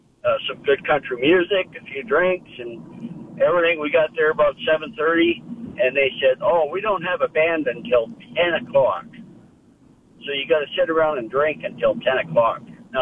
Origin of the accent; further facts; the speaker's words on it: Windsor, Ontario, Canada; I grew up in Windsor. I lived in Windsor all my life.